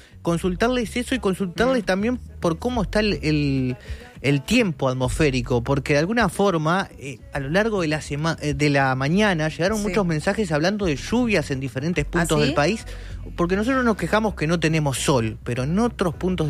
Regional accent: Uruguay

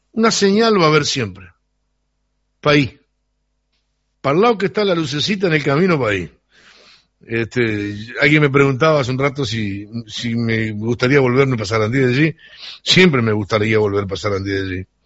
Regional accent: Uruguay; moved away; No me imagino viviendo en Sarandí de allí en otra casa que no fuera la que yo nací. Nací no, porque yo nací en el hospital, pero en la que me crié, la que se criaron mis hermanos. Esa es mi casa de Sarandí de allí.

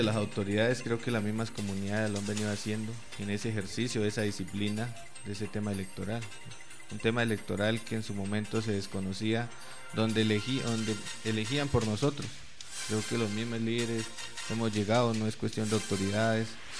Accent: Colombia

